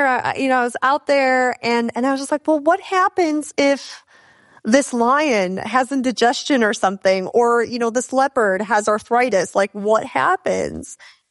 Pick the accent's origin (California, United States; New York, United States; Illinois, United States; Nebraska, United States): Illinois, United States; Chicago; I am a first-generation American, daughter of immigrants. And for me, growing up in Chicago